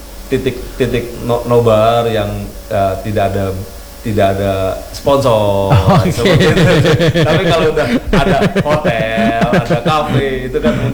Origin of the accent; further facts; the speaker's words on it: Java, Indonesia; karena saya dari Jawa, dulu di Jawa itu tidak ada bendera-bendera setinggi-setinggi itu di rumah-rumah.